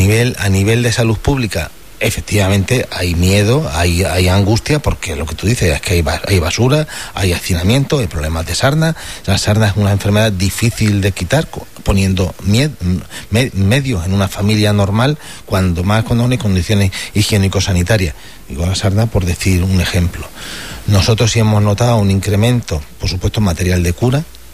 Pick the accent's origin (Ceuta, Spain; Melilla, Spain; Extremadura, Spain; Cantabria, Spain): Ceuta, Spain; born or raised there